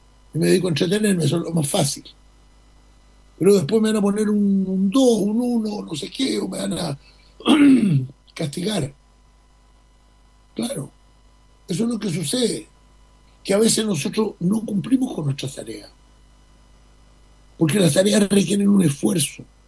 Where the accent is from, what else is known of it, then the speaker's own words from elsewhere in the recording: Rivadavia, Coquimbo, Chile; born there; Es que yo nací en Rivadavia, en el Valle del Elqui.